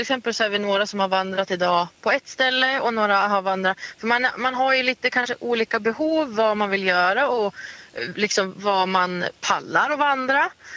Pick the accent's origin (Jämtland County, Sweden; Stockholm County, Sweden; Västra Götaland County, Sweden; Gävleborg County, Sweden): Gävleborg County, Sweden; Hudiksvall; Jag kommer från Hudiksvall.